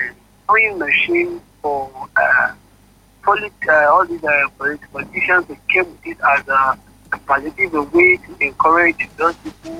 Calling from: Bauchi, Nigeria; As for me, I'm a Northerner. I'm from Bauchi State.

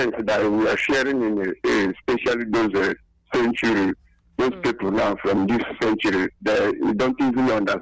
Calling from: Ebonyi, Nigeria; I'm calling from Ebony State area

